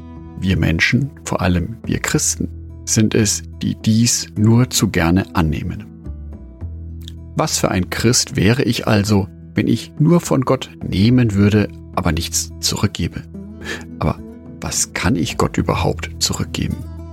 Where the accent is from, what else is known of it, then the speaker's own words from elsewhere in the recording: Nuremberg, Bavaria, Germany; und für mich als Nürnberger noch eine Einschränkung des Bewegungsradius auf 15 Kilometer